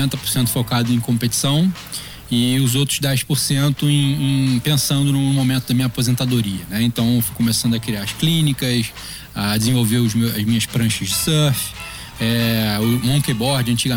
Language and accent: Portuguese; Brazil; não sou eu como brasileiro falando